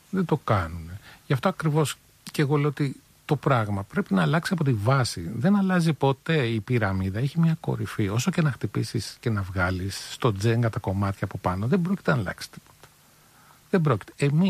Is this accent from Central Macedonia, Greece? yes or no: no; Oitylo, Peloponnese, Greece; Εγώ είμαι από τη μία πλευρά, από το Ήτειλο.